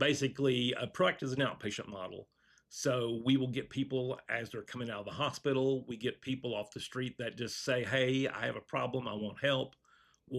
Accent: Kentucky, United States; I was born and raised in Kentucky. So I grew up in Carter County. I currently live in Boyd County.

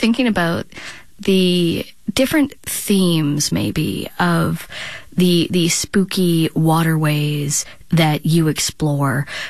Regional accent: Wisconsin, United States; I grew up on the water. I grew up on Geneva Lake in southeastern Wisconsin.

